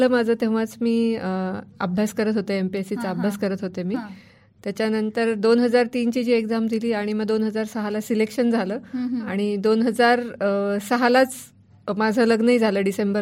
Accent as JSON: {"language": "Marathi", "town": "Barshi", "region": "Maharashtra", "country": "India", "tie": "born or raised there", "also_born_or_lived": "Kolhapur / Rahuri", "moved": "as an adult", "lives_now": "Jalgaon district, India", "said": "माझं बालपण म्हणजे माझं माहेर आहे बार्शी सोलापूर जिल्ह्यात"}